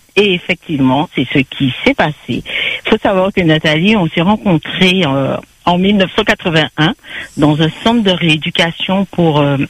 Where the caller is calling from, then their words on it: Guadeloupe; moi j'étais de la Guadeloupe